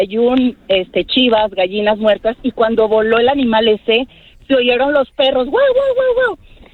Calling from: Monterrey, Nuevo León, Mexico; A mí me pasó ahí en Monterrey, soy de Monterrey.

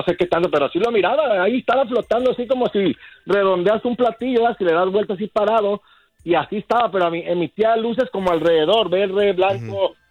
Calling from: Tepames, Colima, Mexico; soy de Tepames

